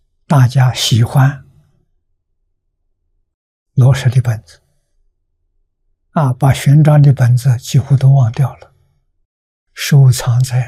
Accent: China; 我们中国人

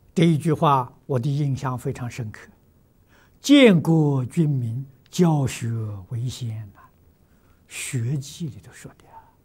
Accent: China

